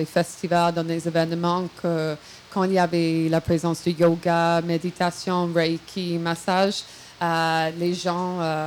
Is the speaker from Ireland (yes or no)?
yes; Ireland; Et même chez moi en Irlande, ça se fait beaucoup.